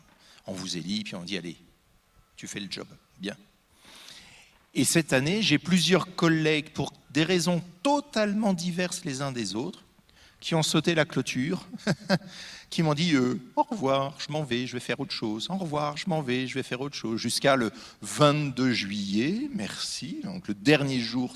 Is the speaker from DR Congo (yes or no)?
no; Normandy, France; je suis normand, hein. Un pommier, je le connais.